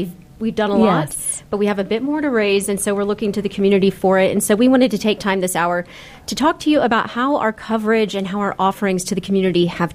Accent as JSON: {"language": "English", "region": "Oklahoma", "country": "United States", "said": "I'm from Oklahoma. I've lived severe weather my entire life"}